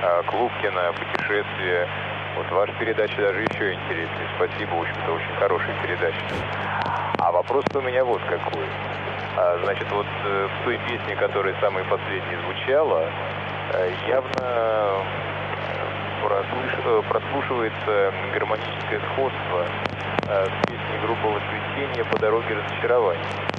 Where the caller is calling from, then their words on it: Volgograd, Volgograd Oblast, Russia; Я вот сам из Волгограда. Нас вот с декабря подключили к «Эхо Москвы».